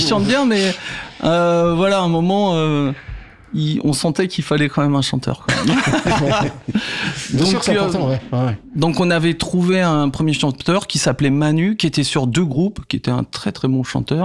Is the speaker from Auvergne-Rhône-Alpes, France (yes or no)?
no; Vitry, Île-de-France, France; Moi, je viens de Vitry et en fait, j'étais pas mal déjà dans le réseau punk